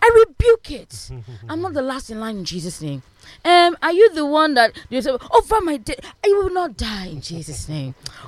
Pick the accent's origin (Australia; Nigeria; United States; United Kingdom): Nigeria; Being a Nigerian